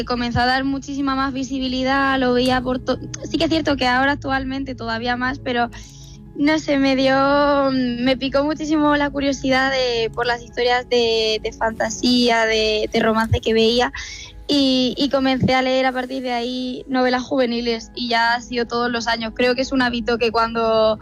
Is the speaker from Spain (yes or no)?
yes; Murcia, Region of Murcia, Spain